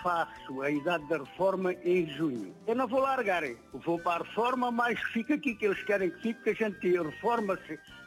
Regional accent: Faro, Algarve, Portugal; born there; also born or lived in Saboia, Alentejo; now in Loulé, Portugal; Mas vim muito novo para aqui. Eu vim morar para Faro e fiz a minha escola quase toda em Faro.

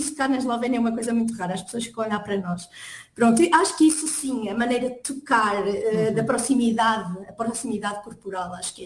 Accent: Vila Real, Portugal; moved away as an adult; now in Slovenia; eu sou engenheira ambiental, sou de Vila Real, tirei o curso na UTAD e neste momento sou investigadora no Instituto de Geografia

